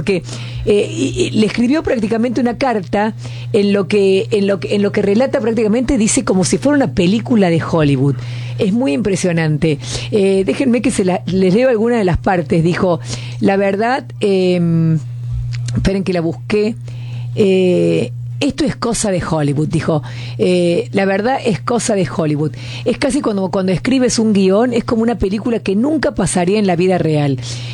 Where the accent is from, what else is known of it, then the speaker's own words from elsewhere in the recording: Argentina; no solamente nosotros como argentinos